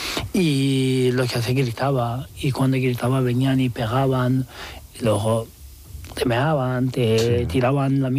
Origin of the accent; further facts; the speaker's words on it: Turkey; Spanish is a second language; now in Spain; igual que seas también turco, porque digo, soy turco y podía pasar más fácil que el otros muchos, pero de igual forma molestaban mucho y querían deportarme a Irán. Que una persona de repente como un ángel llevó y me ayudó a venirme a España.